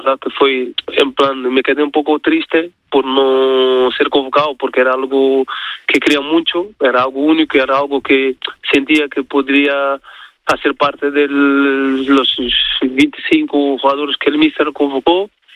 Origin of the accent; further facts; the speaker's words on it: Portugal; born there; Spanish is a second language; Yo nací en Portugal, pero mi familia toda es de Cabo Verde. Y siempre ha estado ligado con la cultura caboverdiana, tanto con la música, la comida y todo. Entonces, siempre ha estado ligado, por más que naciera en Portugal.